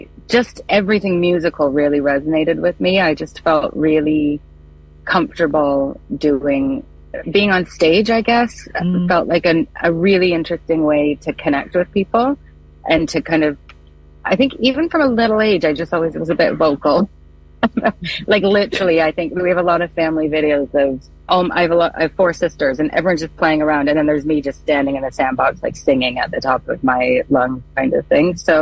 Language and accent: English; Wingham, Ontario, Canada; moved away as an adult; also born or lived in Toronto, Canada; now in London, United Kingdom; From a very small town called Wingham, which is in southwestern Ontario. And then I spent a lot of years in Toronto until recently. I just packed up and moved over here about 3 months ago.